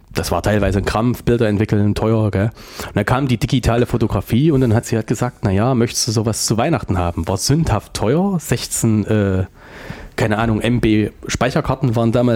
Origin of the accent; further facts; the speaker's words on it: Weimar, Thuringia, Germany; born there; Ich bin gebürtiger Weimarer, befasse mich ganz viel mit der Stadtgeschichte